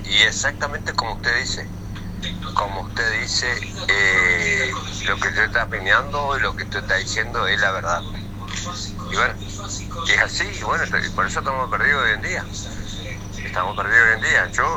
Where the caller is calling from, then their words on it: Argentina; tampoco estoy viviendo acá, soy de Tuzengó, así que trabajo nomás por la zona de Tuzengó, solo por la zona de Oberá